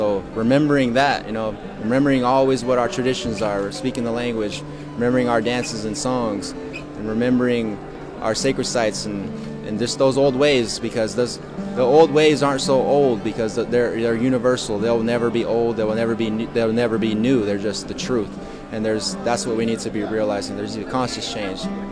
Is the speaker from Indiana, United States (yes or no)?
no; California, United States; I'm from the Winnemem-Wenatchee Tribe in Northern California